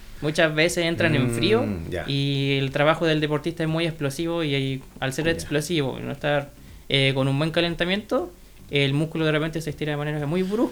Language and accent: Spanish; Santa Cruz, O'Higgins, Chile; Sí, soy de acá de Santa Cruz.